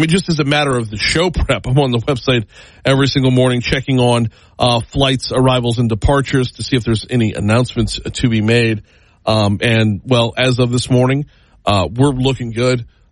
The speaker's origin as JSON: {"language": "English", "town": "New Orleans", "region": "Louisiana", "country": "United States", "said": "I'm from the New Orleans area."}